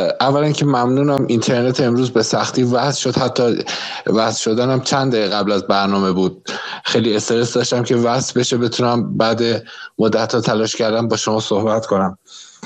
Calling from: Iran; من تو ایران تنها زندگی میکنم

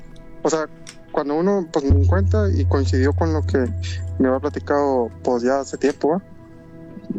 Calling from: Tamaulipas, Mexico; Ok, bueno, sí … de Tamaulipas.

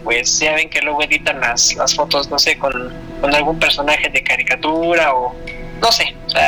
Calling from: Mexico City, Mexico; De acá, Tlalpan.

